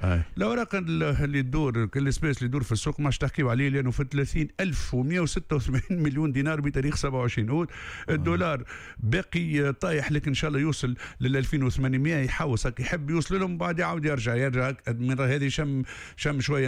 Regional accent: Tunisia; عندنا في تونس

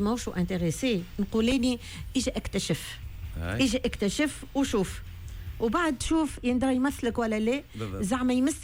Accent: Tunisia; احنا دوله تونسيه عربيه مسلمه اما ما ننكروش في اصلنا وفخورين باصلنا ونتفخروا به قدام العالم

